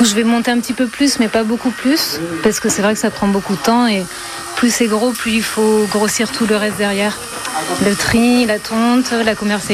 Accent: Occitanie, France; Oui, j'ai grandi là-bas. Je suis installée là où j'ai grandi pour le moment.

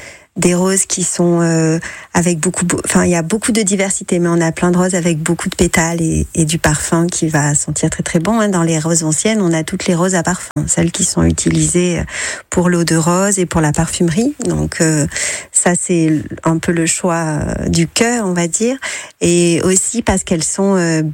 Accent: Provence-Alpes-Côte d'Azur, France; chez nous, en Provence, on plante à l'automne.

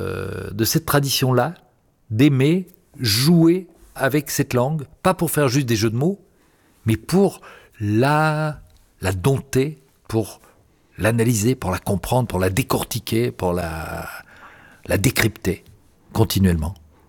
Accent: France

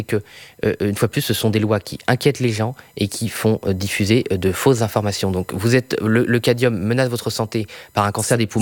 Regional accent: Brittany, France; Vous voyez, moi, je suis breton, je suis superstitieux, donc j'essaie de limiter mes rêves.

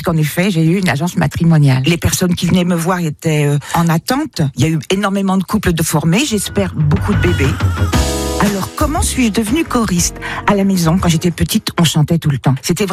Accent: Alfortville, Île-de-France, France; born there; now in Le Mans, France; j'ai 69 ans, je suis née à Alfortville en région parisienne et j'habite au Mans depuis 60 ans déjà.

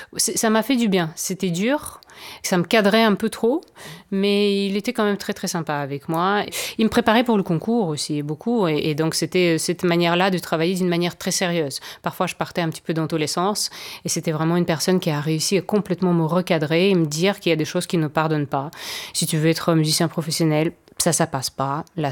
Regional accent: France; accent: French; quand je parle allemand, j'ai un accent français

